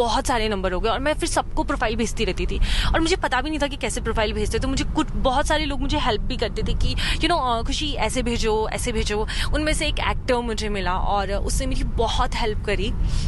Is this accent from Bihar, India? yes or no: no; Rajasthan, India; मैं राजस्थान से बिलोंग करती हूँ